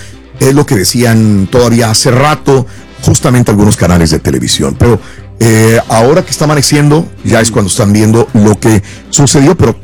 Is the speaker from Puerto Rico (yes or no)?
no; Zapotiltic, Jalisco, Mexico; now in Stockton, United States; Soy de Zapotilitic.